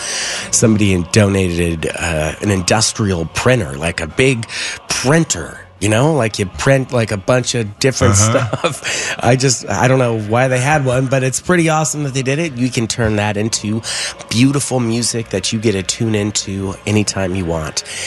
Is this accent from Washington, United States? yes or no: yes; Brush Prairie, Washington, United States; an anonymous contributor in Brush Prairie, Washington, my home state